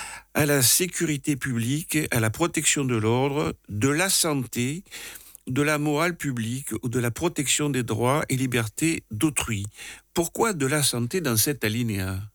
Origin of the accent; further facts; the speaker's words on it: Hauts-de-France, France; Alors, en plus, moi, je viens de l'Aisne, où on dit qu'il n'y a pas de sacrifice.